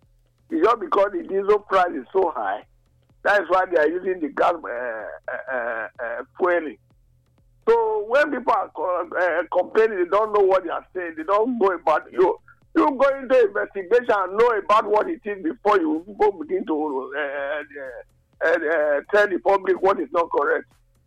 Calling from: Benin City, Edo, Nigeria; from Benin.

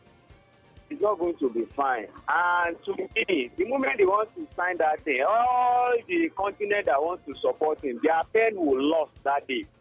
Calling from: Oluku, Edo, Nigeria; I'm calling from Oluku.

